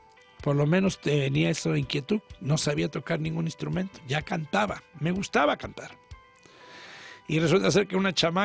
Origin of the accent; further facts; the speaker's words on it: Tuxtepec, Oaxaca, Mexico; born there; also born or lived in Mexico City; yo en mi comunidad allá en Tuxtepec desde pequeño